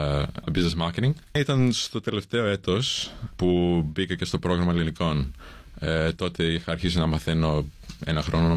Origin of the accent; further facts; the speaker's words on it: Melbourne, Victoria, Australia; Greek is a second language; also born or lived in Sydney; Στο Σίδνη, αλλά πήγαμε κατευθείαν στη Μελβούρνη μετά. Εκεί μεγάλωσα.